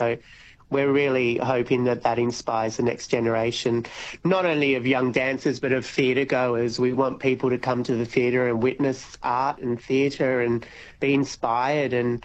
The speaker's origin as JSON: {"language": "English", "town": "Canberra", "region": "Australian Capital Territory", "country": "Australia", "tie": "born or raised there", "said": "I know for myself as a young kid, I grew up in Canberra, which is still one of the major cities, but not as exposed to dance or art as Melbourne and Sydney."}